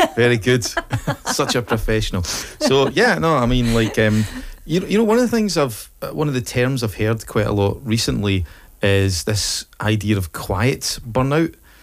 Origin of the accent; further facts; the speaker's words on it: Falkirk, Scotland, United Kingdom; moved away; I'm originally from Falkirk